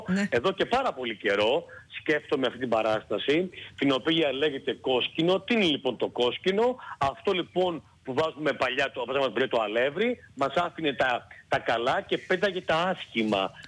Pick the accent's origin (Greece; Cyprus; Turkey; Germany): Greece; Crete; Γιατί είμαι Έλληνας? Γιατί είμαι κριτικός?